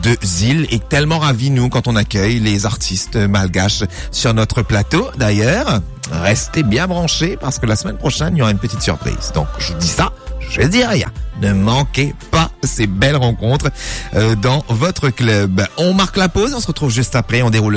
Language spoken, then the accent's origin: French; Mauritius; Et puis un gros bisou à toute la diaspora malgache ici chez nous à Maurice.